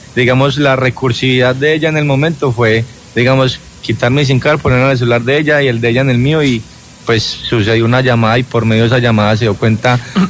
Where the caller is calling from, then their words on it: Colombia; Yo soy orgulloso transportador de Colombia.